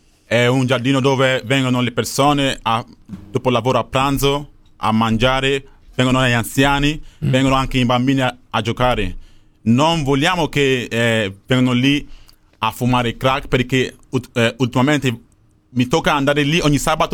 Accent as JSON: {"language": "Italian", "country": "Nigeria", "second_language": "Italian", "moved": "yes", "lives_now": "Italy", "said": "nel mio paese Nigeria"}